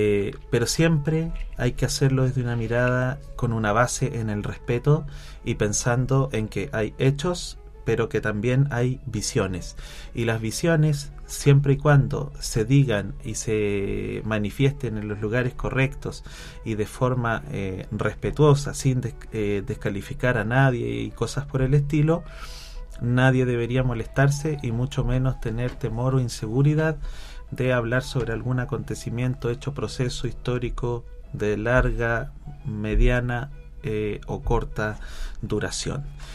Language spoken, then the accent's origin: Spanish; Chile; nos marca a nosotros como chilenos